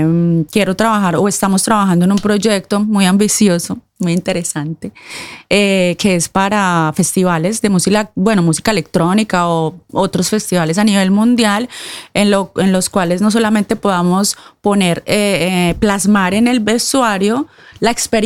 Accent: Colombia; el Congreso de la República también me dio un galardón de Colombia como colombiana estrella

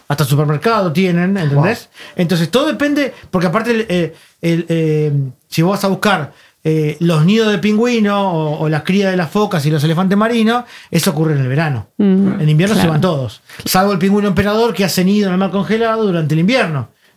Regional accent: Buenos Aires, Argentina

